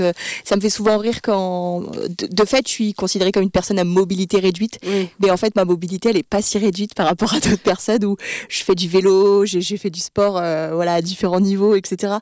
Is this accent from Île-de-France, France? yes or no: yes; Île-de-France, France; moved away as an adult; also born or lived in Cambodia; now in Montpellier, France; j'ai 31 ans, j'habite à Montpellier depuis 2017 à peu près, je viens de région parisienne